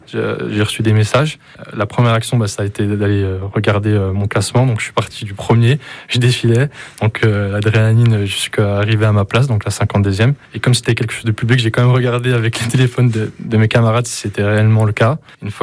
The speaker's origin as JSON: {"language": "French", "town": "Taillecourt", "region": "Bourgogne-Franche-Comté", "country": "France", "tie": "born or raised there", "moved": "as an adult", "lives_now": "Besançon, France", "said": "J'ai 23 ans, je suis originaire du pays de Montbéliard, Taillecourt exactement."}